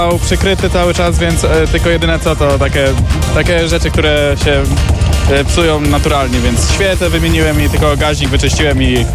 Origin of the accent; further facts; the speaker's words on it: Leoncin, Masovian Voivodeship, Poland; przyjechałem z Leoncina